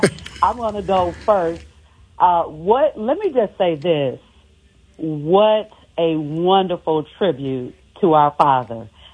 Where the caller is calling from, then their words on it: St. Louis, Missouri, United States; I'm calling from St. Louis, Missouri.